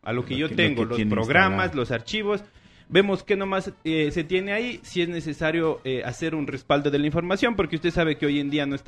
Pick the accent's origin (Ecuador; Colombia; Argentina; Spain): Ecuador; San Gabriel, Carchi; De San Gabriel, San Gabrieleño de corazón, ….